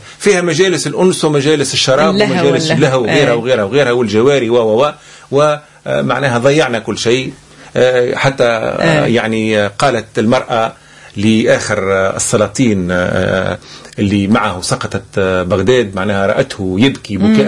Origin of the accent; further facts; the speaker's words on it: Tunisia; عندنا في تونس